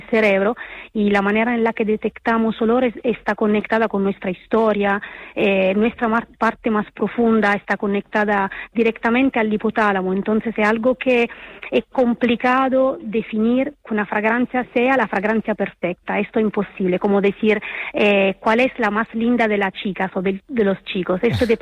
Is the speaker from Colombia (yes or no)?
no; Italy; yo soy de origen italiana